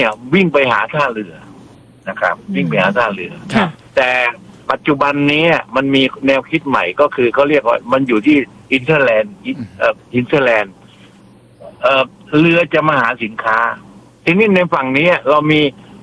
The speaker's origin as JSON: {"language": "Thai", "region": "Southern Thailand", "country": "Thailand", "said": "ผมเป็นคนใต้แท้ๆเลยผมก็รักภาคใต้"}